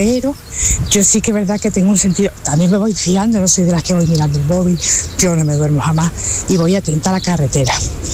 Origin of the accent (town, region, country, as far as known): Seville, Andalusia, Spain